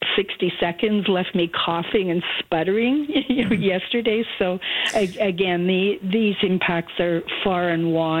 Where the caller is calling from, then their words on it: Toronto, Ontario, Canada; my perspective as someone living in central Toronto